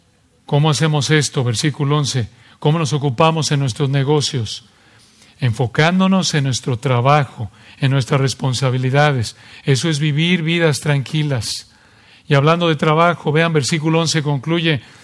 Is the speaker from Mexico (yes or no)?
yes; Mexico; cuando éramos niños allí en México